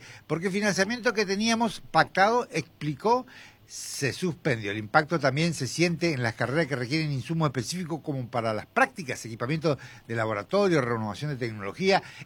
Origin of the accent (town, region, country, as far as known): Argentina